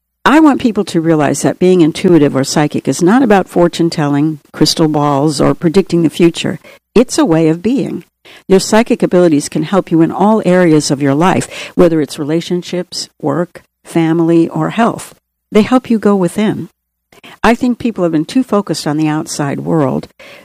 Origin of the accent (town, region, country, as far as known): Boston, Massachusetts, United States; born or raised there